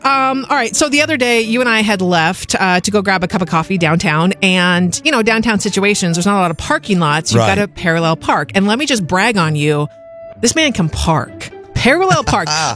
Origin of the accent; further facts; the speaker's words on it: Portland, Oregon, United States; moved away; I'm from Portland, Oregon